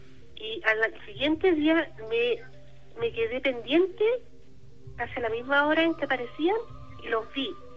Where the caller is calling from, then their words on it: Los Ángeles, Biobío, Chile; Estoy llamando de Los Ángeles, a la región.